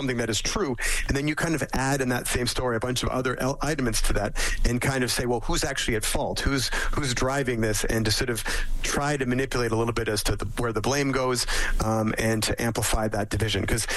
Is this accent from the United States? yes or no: no; Saskatchewan, Canada; I'm from Saskatchewan, I understand, or I'm based in Saskatchewan.